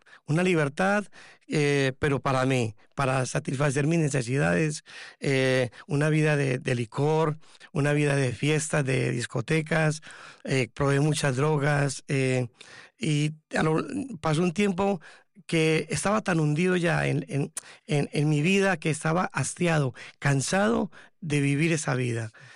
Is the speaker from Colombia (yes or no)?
yes; Medellín, Antioquia, Colombia; moved away as an adult; now in Basque Country, Spain; yo soy colombiano, de Medellín, y llevo aquí unos 18 años en el País Vasco.